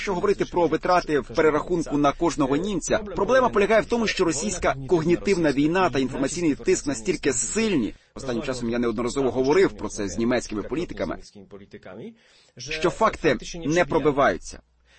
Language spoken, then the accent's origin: Ukrainian; Poland; Ми поляки